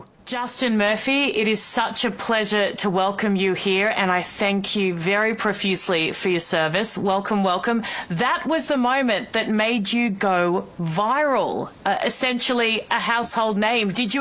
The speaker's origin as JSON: {"language": "English", "country": "Australia", "said": "Yes, I'm an Aussie, but I make a show … that is for America"}